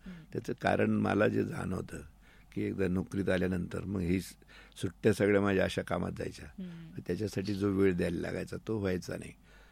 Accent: Belapur, Maharashtra, India; moved away as an adult; also born or lived in Dhule / Rahuri; now in Ahmednagar, India; नगरमध्ये सुद्धा राहुरीतून येत होतो, कारण माझं गाव बेलापूर होतं. मी नगरमध्ये रिटायरमेंट नंतर राहायला आलो. राहुरीत बेलापूरहूनच सुरुवातीला बदली राहुरीला झाल्यानंतर अपडाऊन करत होतो दोन तीन वर्ष. नंतर मला तिथं क्वार्टर मिळालं, मी तिथेच क्वार्टरमध्ये राहिलो

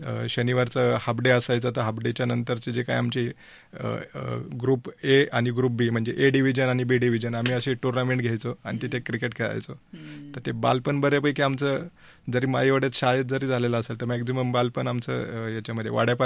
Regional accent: Ahmednagar, Maharashtra, India; मी नगरचाच आहे.

